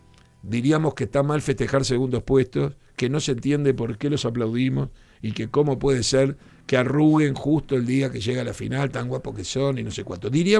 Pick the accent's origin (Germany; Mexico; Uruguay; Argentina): Uruguay